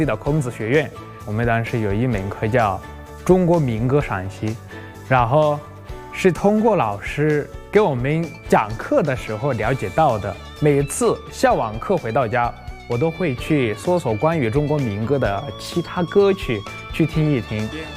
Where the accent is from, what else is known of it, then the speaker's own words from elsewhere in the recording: Rwanda; Chinese is a second language; moved away as an adult; now in China; 今年23岁，我来自千秋之国卢旺达。